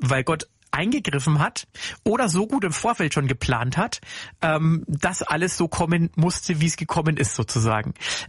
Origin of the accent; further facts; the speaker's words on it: Hof, Bavaria, Germany; Nur Hof an der Saale, wo ich groß geworden bin, da gibt's das leider nicht im Krankenhaus, da gibt's keine Neurochirurgie, ist halt ein kleineres Provinzkrankenhaus.